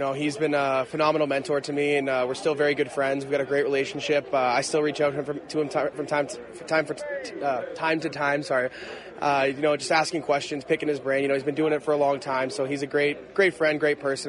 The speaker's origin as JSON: {"language": "English", "town": "Burlington", "region": "Ontario", "country": "Canada", "tie": "born or raised there", "said": "Burlington, Ontario. Grew up."}